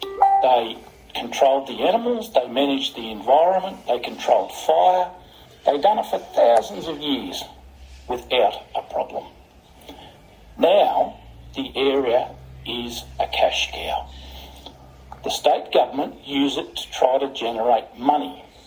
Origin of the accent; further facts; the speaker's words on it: Australia; I, as an Australian